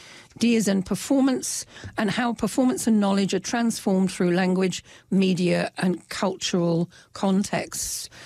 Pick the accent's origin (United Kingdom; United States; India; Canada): United Kingdom; England; accent: English; now in Dunedin, New Zealand; I've got an English accent